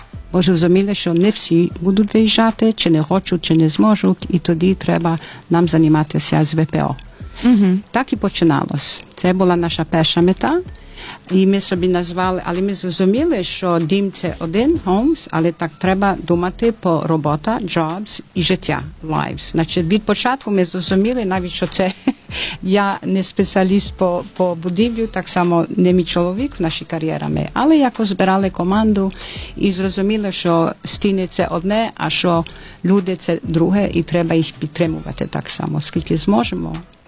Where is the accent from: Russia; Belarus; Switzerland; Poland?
Switzerland; Geneva; Ukrainian is a second language; now in Ivano-Frankivsk, Ukraine